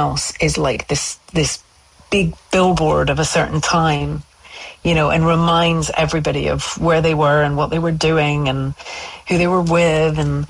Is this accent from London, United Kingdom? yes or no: no; Scotland, United Kingdom; now in Australia; when I first came to Australia, was like being Scottish and just going to the other side of the world